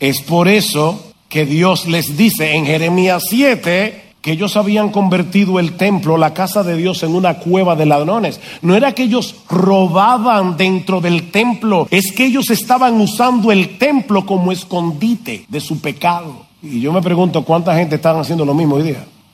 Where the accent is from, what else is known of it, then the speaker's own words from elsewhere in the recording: San Juan de la Maguana, San Juan, Dominican Republic; born there; Yo nací en San Juan de la Maguana.